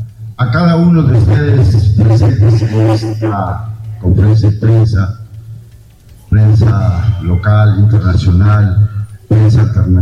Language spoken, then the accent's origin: Spanish; Apurímac, Peru; Empezó en Apurima, en mi tierra, yo soy de la nación Chanca.